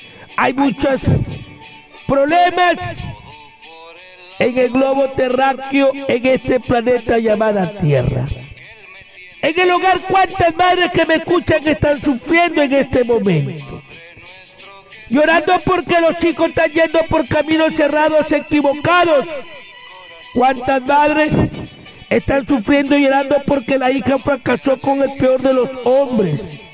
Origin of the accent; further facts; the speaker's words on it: Huancabamba Province, Piura, Peru; la provincia de Huancabamba, mi tierra querida, conocida, la tierra que camina.